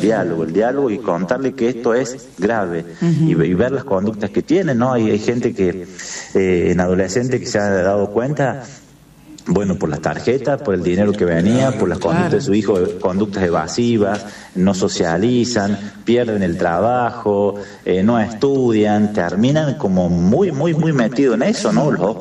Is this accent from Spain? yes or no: no; Argentina; imagínate todo lo apasionado que somos los argentinos en el fútbol.